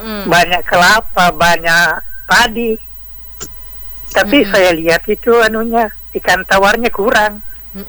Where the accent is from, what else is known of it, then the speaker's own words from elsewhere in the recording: Soppeng, South Sulawesi, Indonesia; born there; Iya, itu tempat kelahiran saya itu di Sopeng.